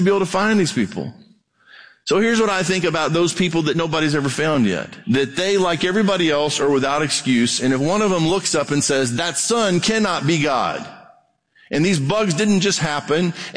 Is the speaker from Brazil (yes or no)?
yes; Brazil; I grew up in Brazil, mission field.